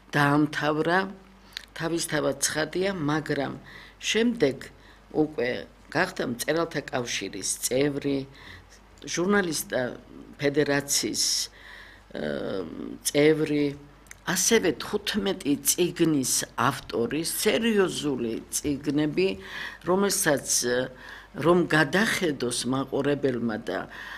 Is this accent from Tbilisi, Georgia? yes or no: yes; Tbilisi, Georgia; თბილისელი ვარ